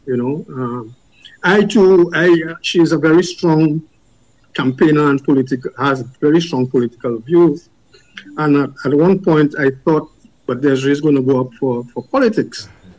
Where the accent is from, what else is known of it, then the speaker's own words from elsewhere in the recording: Goodwill, Saint George, Dominica; we grew up in Goodwill